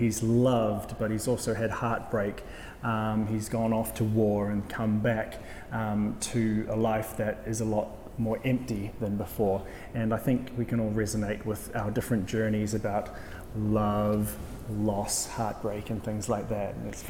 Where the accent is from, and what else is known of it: Philippines